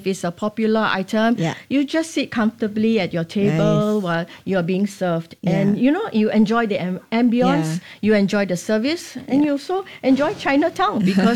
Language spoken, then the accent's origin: English; Indonesia; I'm actually from Indonesia.